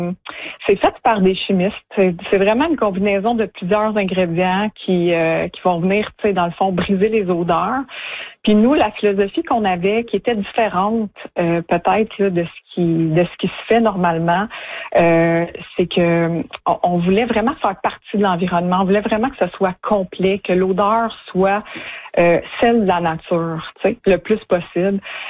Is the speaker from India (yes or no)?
no; Saint-Jérôme, Quebec, Canada; T'sais, moi, j'ai grandi à Saint-Jérôme